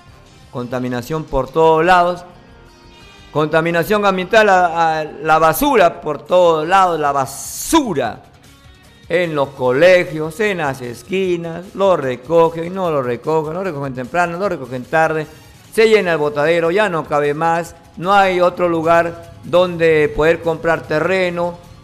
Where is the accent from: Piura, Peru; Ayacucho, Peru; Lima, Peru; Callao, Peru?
Piura, Peru; Tambogrande; soy tamborandino, camotero, con mucho orgullo, con mucha honra